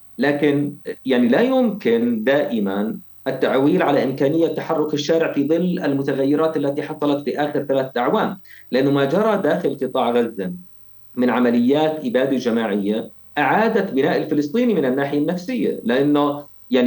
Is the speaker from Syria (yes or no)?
no; Palestine; أن نتحدث الآن كفلسطينيين